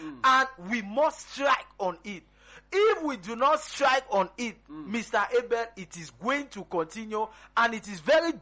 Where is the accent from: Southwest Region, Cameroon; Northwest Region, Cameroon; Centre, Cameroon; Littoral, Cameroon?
Northwest Region, Cameroon; Bamenda; moved away; even if I am from Bamenda, but I am based here, my origin is Bamenda.